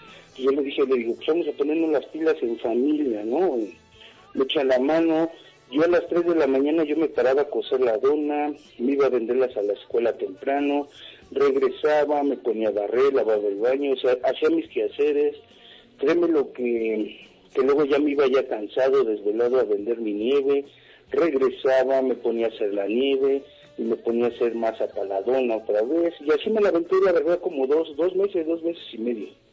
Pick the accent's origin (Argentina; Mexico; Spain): Mexico; Naucalpan de Juárez, State of Mexico; Yo soy de Naucalpan de Juárez.